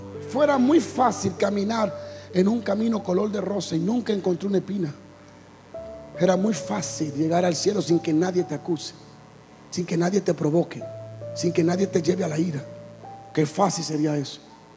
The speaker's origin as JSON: {"language": "Spanish", "country": "Dominican Republic", "said": "Yo soy dominicano."}